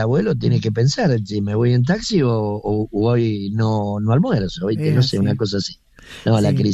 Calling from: Mendoza, Argentina; De Mendoza, Mendoza Capital.

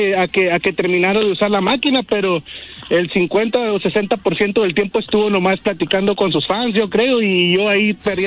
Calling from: Phoenix, Arizona, United States

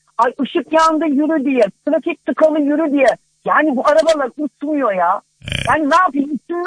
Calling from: Istanbul, Turkey; İstiklal'den, İstanbul'dan arıyorum.

